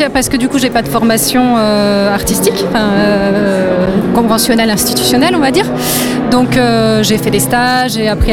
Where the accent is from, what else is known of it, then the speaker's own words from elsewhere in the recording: Toulouse, Occitanie, France; je viens aussi de Toulouse.